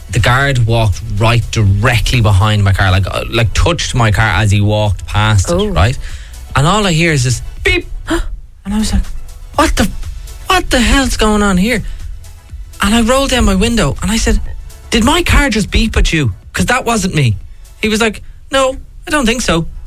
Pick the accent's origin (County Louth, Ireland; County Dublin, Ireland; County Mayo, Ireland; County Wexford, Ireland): County Louth, Ireland; Drogheda; I grew up in Drogheda, so I was also surrounded by guards.